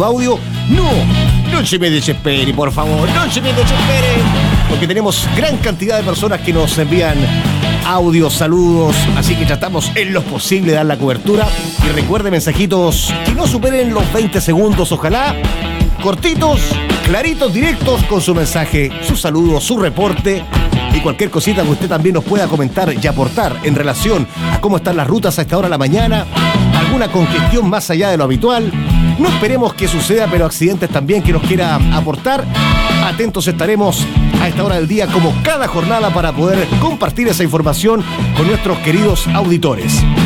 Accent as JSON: {"language": "Spanish", "town": "Hualpén", "region": "Biobío", "country": "Chile", "tie": "born or raised there", "said": "desde mi tierra natal de Hualpén."}